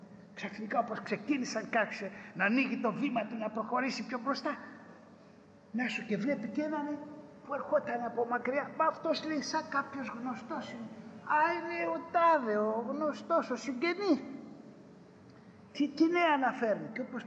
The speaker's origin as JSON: {"language": "Greek", "town": "Piraeus", "region": "Attica", "country": "Greece", "tie": "born or raised there"}